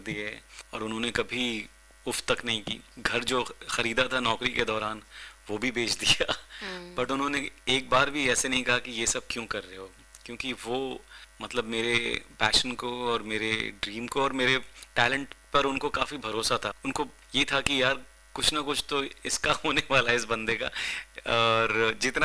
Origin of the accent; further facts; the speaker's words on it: Mumbai, Maharashtra, India; मैं मुंबई में पला बड़ा हूँ, मराठी बोल लेता हूँ